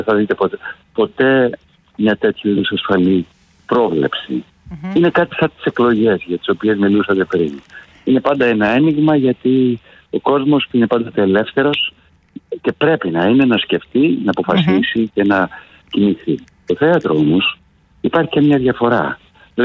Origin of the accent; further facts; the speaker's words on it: Athens, Attica, Greece; Είσαστε κι εσείς, όπως και εγώ, γεννημένοι στα Εξάρχεια.